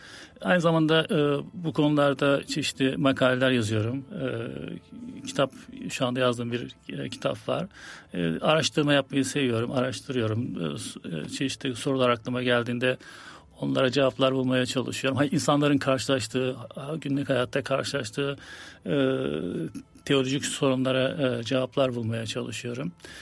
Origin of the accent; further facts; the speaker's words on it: Istanbul, Turkey; Ben İstanbul doğumluyum. İstanbul'da doğup büyüdüm. Hayatımın çoğu yıllarını İstanbul'da geçirdim. Üniversiteyi de İstanbul'da okudum.